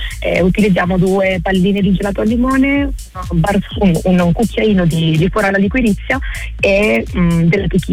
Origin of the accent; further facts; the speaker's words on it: Calabria, Italy; sono calabrese, quindi